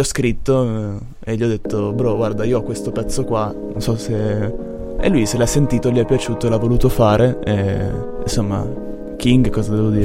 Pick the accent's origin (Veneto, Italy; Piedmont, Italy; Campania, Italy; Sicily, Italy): Veneto, Italy; Padua; io da piccolo a Padova